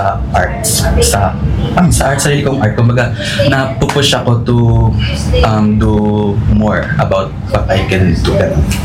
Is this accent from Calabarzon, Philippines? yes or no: no; Manila, Metro Manila, Philippines; now in Bulacan or nearby province, Philippines; I grew up in Manila City. So basically, as a child, I was surrounded by concrete jungle.